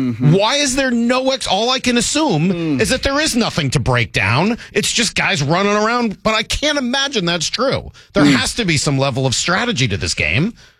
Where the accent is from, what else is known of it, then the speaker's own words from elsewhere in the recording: United States; I'm an American.